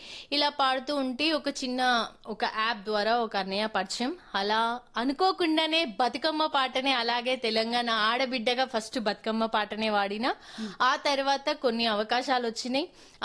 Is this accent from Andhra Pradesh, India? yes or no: no; Ammanabolu, Telangana, India; born there; now in Hyderabad, India; నేను పుట్టింది అమ్మనబోలు గ్రామం, నార్కట్పల్లి మండలం అమ్మనబోలు గ్రామం, నల్గొండ జిల్లా పుట్టింది. తండ్రి ఆర్టీసీ డ్రైవర్.